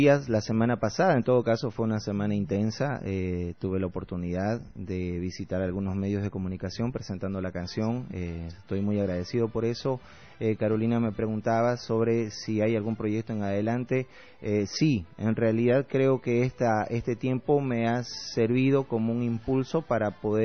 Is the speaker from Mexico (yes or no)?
no; Santa Cruz de la Sierra, Santa Cruz, Bolivia; also born or lived in Sucre, Chuquisaca; Yo nací en Sucre, en Chuquisaca. De muy chiquitito nos vinimos con toda mi familia a Santa Cruz. Y bueno, sí, a mí me tocó conocer la Santa Cruz de los Arenales, fuera del Cuarto Anillo.